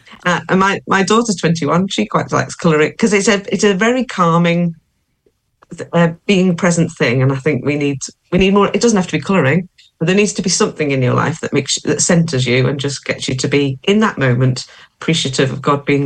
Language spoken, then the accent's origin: English; Isle of Man; now in Lancaster, United Kingdom; I'm from the Isle of Man, so I've seen a lot of seagulls, and I live in Lancaster, so I'm quite near the coast.